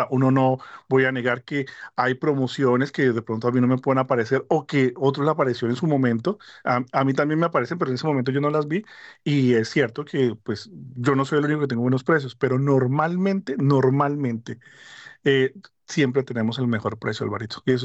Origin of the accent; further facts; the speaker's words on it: Colombia; now in Madrid, Spain; todos somos colombianos, que todos salimos desde Madrid.